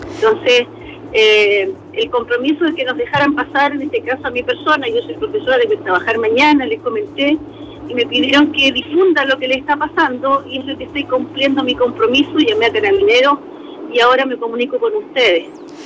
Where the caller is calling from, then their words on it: Araucanía, Chile; Te llamo de la región de la Araucanía